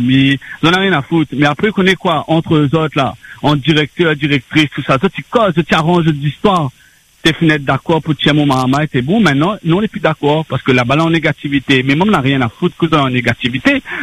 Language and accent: French; Saint-Paul, Réunion; moi, je suis natif de Boucan.